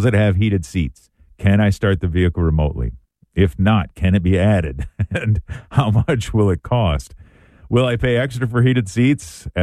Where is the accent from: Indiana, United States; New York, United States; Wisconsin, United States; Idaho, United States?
Wisconsin, United States; in my home state of Wisconsin